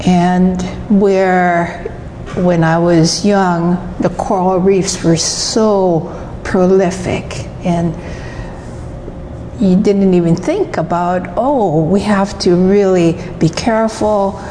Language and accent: English; Kailua-Kona, Hawaii, United States; growing up in Kona in the 1950s and 60s, very, very different to what it is today.